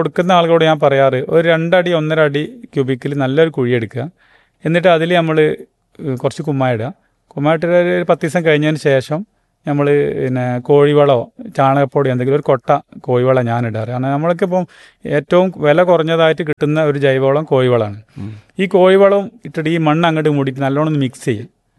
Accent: Kerala, India; നമ്മളീ മലബാർ മേഖലയിൽ നീലക്കൂവ ഉള്ളൂ.

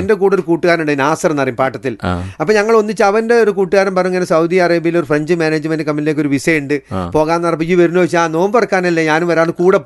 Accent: Thechi, Kozhikode district, Kerala, India; moved away as an adult; now in Saudi Arabia; ഞാൻ ജനിച്ചു വളർന്നപ്പോഴേ ഈ കിനാലൂർ എസ്റ്റേറ്റ് എന്ന് പറഞ്ഞ ഈ തൊഴിലാളികൾ താമസിക്കുന്ന ഇടത്ത് തെച്ചി എന്നൊരു കൊച്ചു ഗ്രാമത്തിൽ, അവിടെ സ്ട്രീറ്റ് ലൈറ്റ് ഇല്ല, സ്കൂളുകളില്ല, ഒന്നുമില്ല, അത് ഒറ്റപ്പെട്ടൊരു സ്ഥലമായിരുന്നു.

